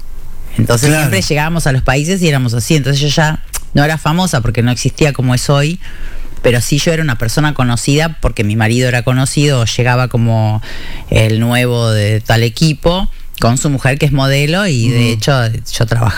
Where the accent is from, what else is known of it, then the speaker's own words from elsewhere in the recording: Uruguay; now in Argentina; Sí, yo soy uruguaya, voy por Uruguay.